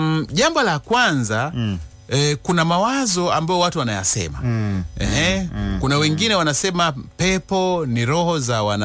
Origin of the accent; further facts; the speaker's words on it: Mara, Tanzania; born there; Ya kwamba kama mimi nimezaliwa mkoa wa Mara, ndiko kitovu changu kilikokatwa.